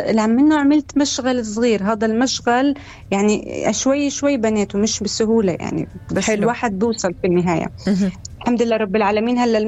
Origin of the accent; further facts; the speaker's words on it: Bethlehem, Bethlehem Governorate, Palestine; من بيت لحم، صاحبة مشروع كراكيب.